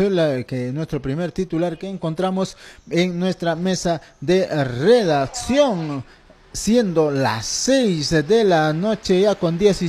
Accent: Tambillo, Junín, Peru; born there; moved away; el otro centro poblado que es Tambillo, exactamente donde yo nací, el distrito o el anexo o el centro poblado de Tambillo.

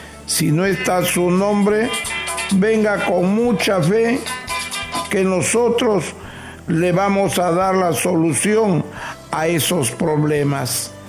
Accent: Salalá, Piura, Peru; Cuando vayas algún día a Huancabamba, pregunta dónde queda Salalá. Cuando vayas a mi pueblo, un pueblo muy, muy humilde, pero con grandes conocimientos

